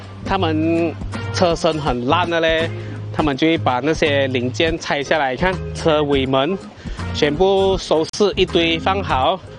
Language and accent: Chinese; Miri, Sarawak, Malaysia; 因为我来自米粒嘛